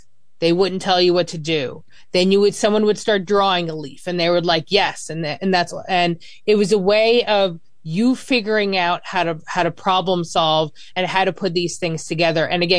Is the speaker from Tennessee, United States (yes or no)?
no; Laurence Harbor, New Jersey, United States; I grew up in a place called Lawrence Harbor, though I'm from Jersey City